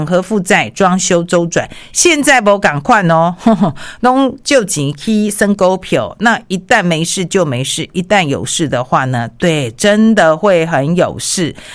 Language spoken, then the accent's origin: Chinese; Taiwan; 我们台湾人